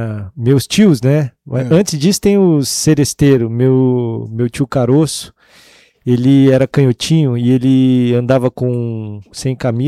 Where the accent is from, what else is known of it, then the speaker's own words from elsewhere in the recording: Ribas do Rio Pardo, Mato Grosso do Sul, Brazil; lá em Ribas do Rio Pardo, foi a cidade onde eu cresci